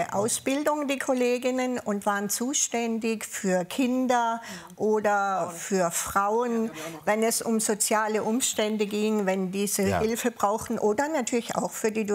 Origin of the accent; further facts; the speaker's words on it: Southern Germany, Germany; accent: Southern German dialect; Kam dann auch noch mit meinem süddeutschen Dialekt.